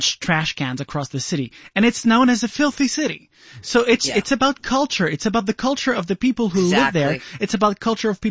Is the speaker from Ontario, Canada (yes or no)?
no; Joliette, Quebec, Canada; moved away as an adult; now in Montreal, Canada; I'm not from Montreal. You know, 20 years ago I moved to Montreal, but I'm originally from Joliet.